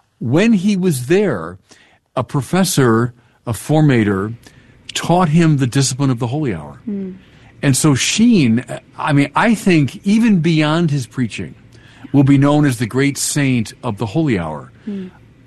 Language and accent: English; Illinois, United States; You know, the points of contact, you mentioned we're both from Illinois, that's true.